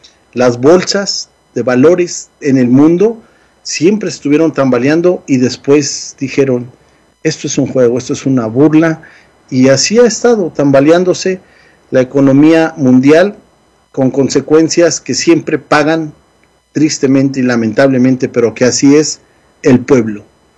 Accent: Mexico; yo soy mexicano

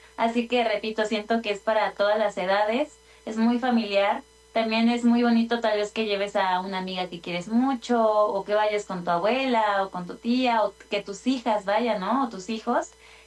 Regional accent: State of Mexico, Mexico; moved away as an adult; now in Mexico City, Mexico; Yo soy del Estado de México, pero viví algún tiempo bueno, allá en el norte

